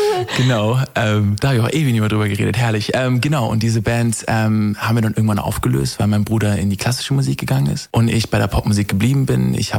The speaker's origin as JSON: {"language": "German", "region": "Hamburg", "country": "Germany", "said": "ich komme aus Hamburg und bin heute um 4.09 Uhr im Zug gesessen auf den Weg nach München"}